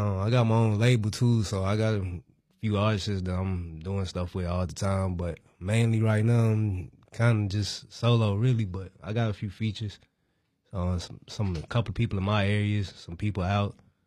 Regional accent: North Carolina, United States; And I'm from Caswell, though. So I'm out in the country.

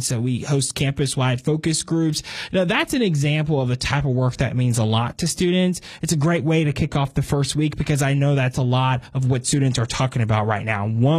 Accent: Cincinnati, Ohio, United States; now in Fort Mill, United States; From Cincinnati, Ohio, but now live on the border of Charlotte in Fort Mill, South Carolina, studying public policy and public relations.

